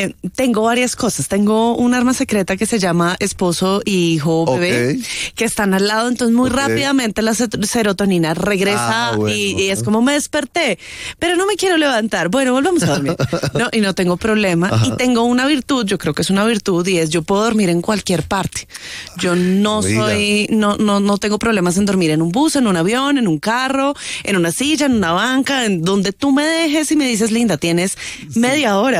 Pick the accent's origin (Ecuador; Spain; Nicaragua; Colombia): Colombia; Bogotá, Bogotá D.C.; Bueno, yo soy bogotana, orgullosamente bogotana, niña Bogotá. Gané el concurso de Niña Bogotá cuando tenía 8 años.